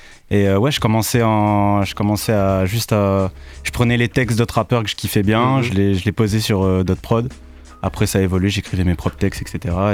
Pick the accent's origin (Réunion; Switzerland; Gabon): Réunion; Saint-Pierre; moved away as an adult; now in Montpellier, France; Je viens de Saint-Pierre, du coup, sud de La Réunion.